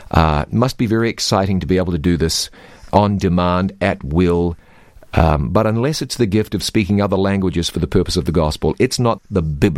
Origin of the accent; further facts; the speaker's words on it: New Zealand; I can speak American and New Zealand. New Zealand's my home country.